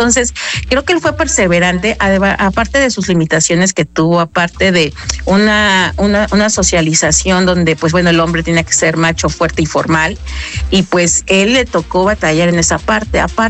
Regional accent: Mexico; sí soy muy mexicano, muy nacionalista, ¿no?

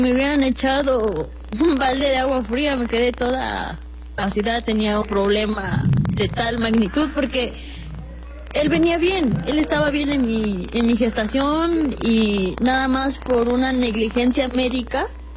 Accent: Puebla, Mexico

